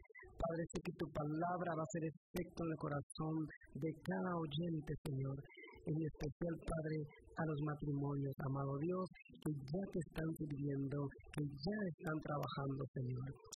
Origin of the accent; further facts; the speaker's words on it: Guatemala; yo soy de Guatemala